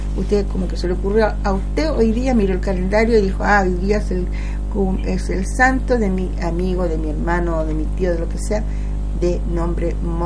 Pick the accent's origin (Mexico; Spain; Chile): Chile; porque somos bien chilenos.